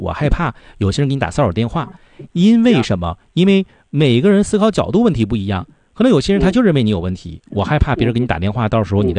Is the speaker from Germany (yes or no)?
no; Northeast China, China; accent: Northeastern Mandarin; 咱们东北话讲